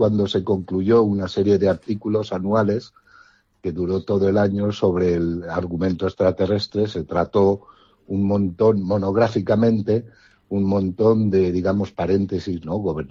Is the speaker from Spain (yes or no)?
yes; Spain; born or raised there; also born or lived in Cuenca